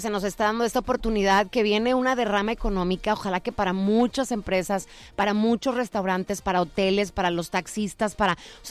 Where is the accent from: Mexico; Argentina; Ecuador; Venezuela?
Mexico; Nuevo León; hay mucha gente que vive en Nuevo León, que somos de Nuevo León, que ni siquiera conocemos nuestro estado.